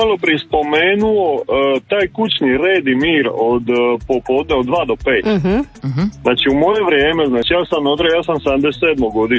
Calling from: Zadar, Zadar County, Croatia; Lipi pozdrav iz Zadra.

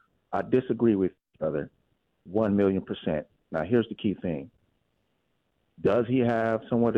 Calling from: United States; United States of America.

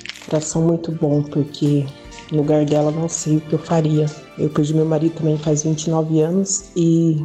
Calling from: Campinas, São Paulo, Brazil; Sou de Campinas.

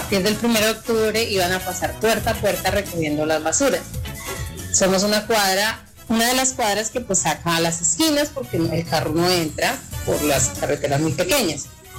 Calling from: Colombia; Soy de Modelia 2

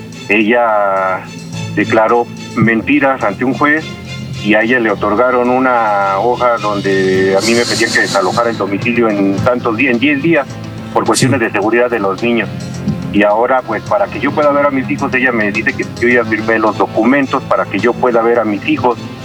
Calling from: Iztacalco, Mexico City, Mexico; De aquí, de Iztacalco.

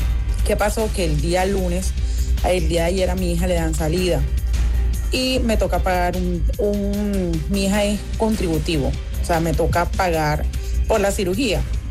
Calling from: Galapa, Atlántico, Colombia; yo vivo en Galapa.

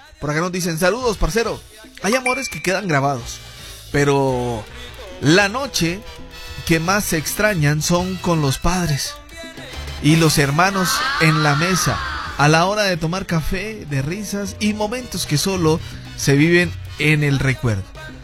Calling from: Iztapalapa, Mexico City, Mexico; Hola, buenas noches … de Iztapalapa, te mando saludos a todos en cabina, los sabrositos.

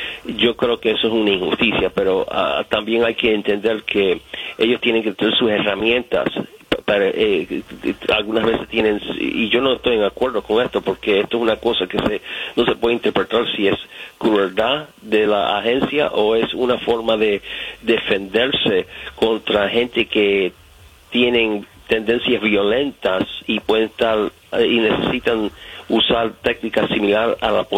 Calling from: New York, United States; estoy llamando desde Nueva York.

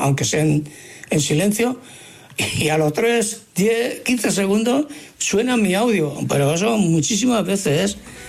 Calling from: Barcelona, Catalonia, Spain; Hola fareros … de Barcelona.

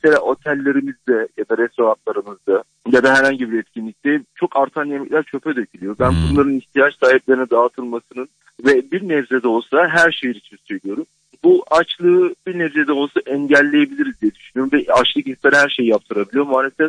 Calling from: Istanbul, Turkey; İstanbul'dan arıyorum sizi.

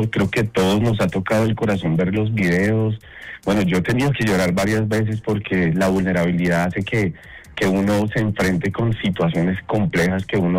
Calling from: Colombia; Hoy somos colombianos.

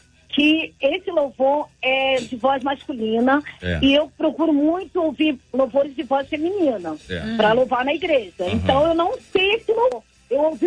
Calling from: Brazil; Sim, sou do Parque das Missões.

